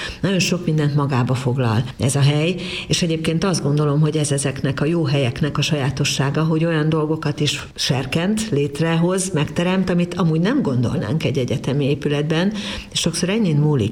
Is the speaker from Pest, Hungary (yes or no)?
no; Debrecen, Hajdú-Bihar, Hungary; Ó, igen, hát én debreceni vagyok